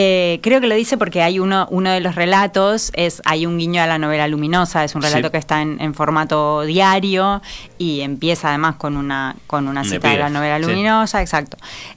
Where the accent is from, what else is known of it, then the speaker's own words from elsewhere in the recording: Uruguay; accent: Uruguayan; Cuando vengo acá todo el mundo me dice que tengo acento de fuera, que no tengo un acento uruguayo. Sin embargo, cuando hablo en mi casa todo el mundo me dice que tengo terrible acento uruguayo. En mi casa del Pirineo.